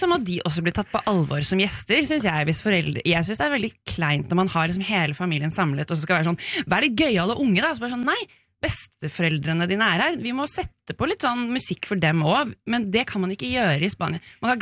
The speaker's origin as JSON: {"language": "Norwegian", "region": "Oslo", "country": "Norway", "said": "For jeg er fra Oslo Vest, så der gifter man"}